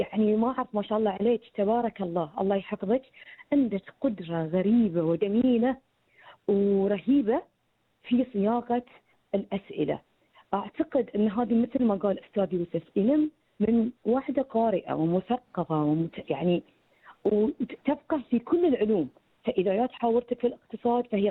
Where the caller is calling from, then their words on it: Bahrain; عندنا في البحرين